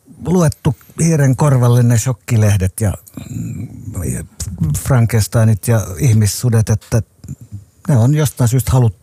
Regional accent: Loviisa, Uusimaa, Finland; moved away; Joo, mä oon Loviisasta. Mä oon tarkemmin sanoen Valkosta, mikä kuuluu Loviisaan.

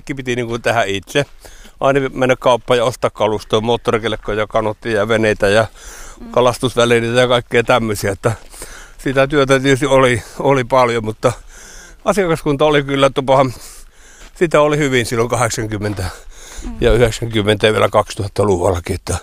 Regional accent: Kuhmo, Kainuu, Finland; born there; se on minun ihan syntymäkoti.

